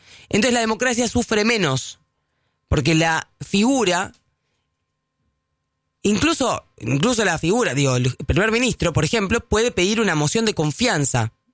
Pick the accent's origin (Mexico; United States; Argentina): Argentina